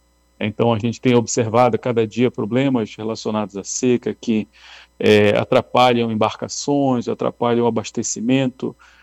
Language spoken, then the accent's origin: Portuguese; Amazon, Brazil; enquanto amazônida, enquanto morador da Amazônia